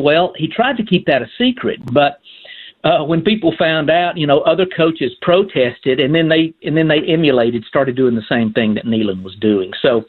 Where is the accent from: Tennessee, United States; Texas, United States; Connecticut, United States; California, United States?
Tennessee, United States; Chattanooga; I grew up in Chattanooga